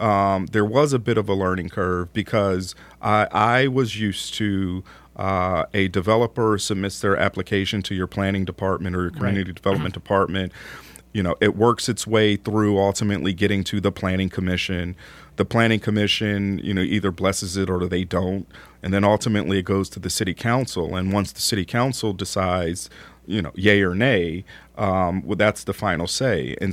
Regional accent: Philadelphia, Pennsylvania, United States; now in Davis, United States; having grown up on the East Coast, where you have a lot of small towns, right? And right. So I grew up in Philadelphia, which is a big city, but all the surrounding towns are 5,000, 10,000 people

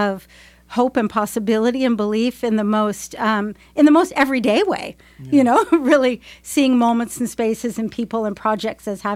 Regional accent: Mendocino County, California, United States; also born or lived in Berkeley, California; I grew up in Mendocino County for the most part

